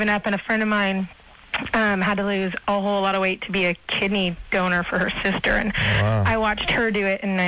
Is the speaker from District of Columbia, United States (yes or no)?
no; Chico, California, United States; moved away as an adult; my hometown of Chico